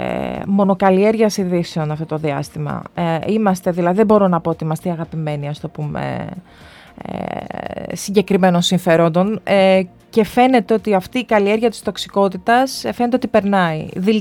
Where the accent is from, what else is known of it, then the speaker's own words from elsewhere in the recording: Eastern Macedonia and Thrace, Greece; επειδή εγώ είμαι και από το Βορρά, εγώ είμαι από τον Εύρο ας το πούμε...